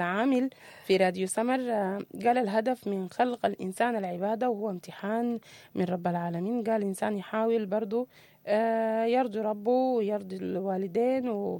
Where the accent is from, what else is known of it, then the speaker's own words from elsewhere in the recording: Sudan; أنا أفريقي وأنا سوداني،